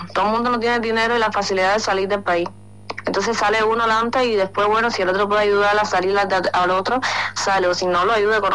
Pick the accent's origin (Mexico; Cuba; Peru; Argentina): Cuba; moved away as an adult; now in Uruguay; soy cubana